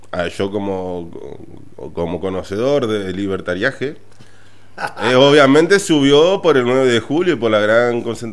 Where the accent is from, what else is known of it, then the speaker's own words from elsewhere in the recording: Argentina; yo como argentino